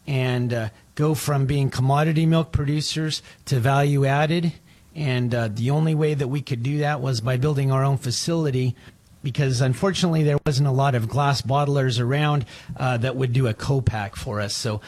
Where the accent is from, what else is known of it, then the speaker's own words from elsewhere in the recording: California, United States; So I grew up on the dairy farm where we produce all of the milk that we use in our products here at Rosa Brothers, and that's where I grew up. Went to local schools there, Delta View School.